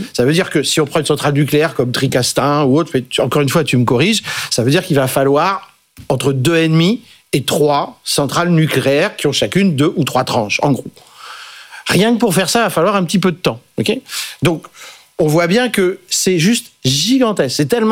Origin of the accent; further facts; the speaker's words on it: France; moi, en tant que Français, je suis assez fier.